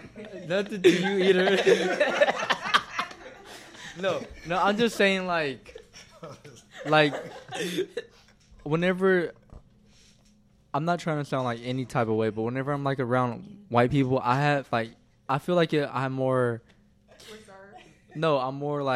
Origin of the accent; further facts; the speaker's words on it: Forrest City, Arkansas, United States; I grew up in Forest City.